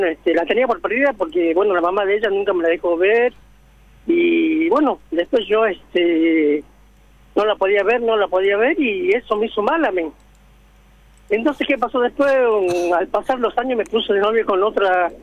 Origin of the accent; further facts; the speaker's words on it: Salta, Argentina; now in Buenos Aires, Argentina; Yo soy salteño de Salta.